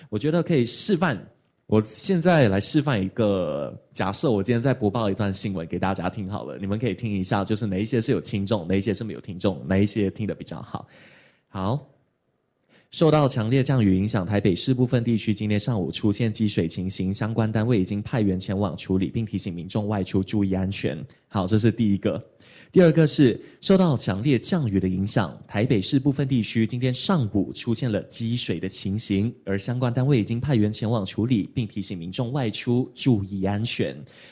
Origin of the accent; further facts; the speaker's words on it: Malaysia; accent: Malaysian; 但在马来西亚可能就不会。所以我刚开始当新闻主播的时候，为了避免把我自己的一些乡音给带上节目